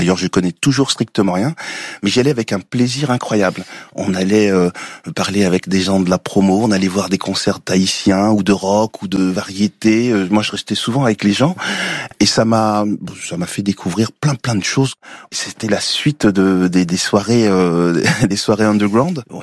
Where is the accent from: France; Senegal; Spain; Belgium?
France; Villeneuve-Saint-Georges, Île-de-France; je suis à Villeneuve-Saint-Georges, plus grande gare de triage du monde.